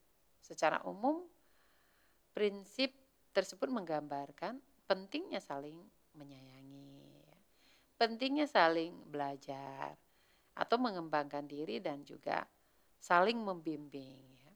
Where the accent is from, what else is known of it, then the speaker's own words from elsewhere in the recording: Palu, Central Sulawesi, Indonesia; Tidak kayak kita orang Palu ya. Kalau kita orang Sulawesi